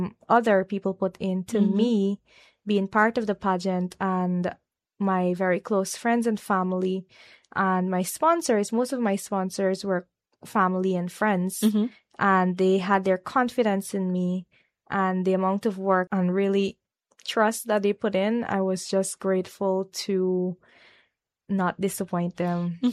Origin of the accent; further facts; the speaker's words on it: St. Cuthbert's Mission, Demerara-Mahaica, Guyana; We're from St. Cuthbert's Mission.